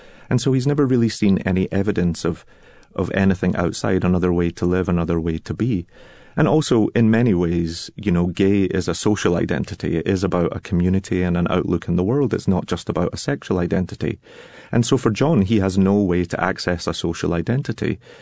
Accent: Glasgow, Scotland, United Kingdom; I mean, I am a Scotsman who grew up in Glasgow, but I had never been to the Outer Hebrides before.

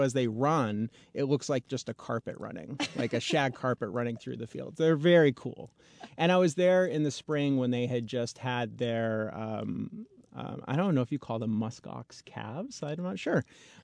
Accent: Wyoming, United States; also born or lived in Utah / Arizona; I grew up in Wyoming, Utah, Arizona, you know, big open spaces

